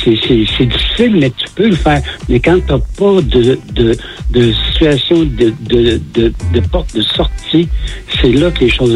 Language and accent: French; Saint-Jérôme, Quebec, Canada; chez nous, à Saint-Jérôme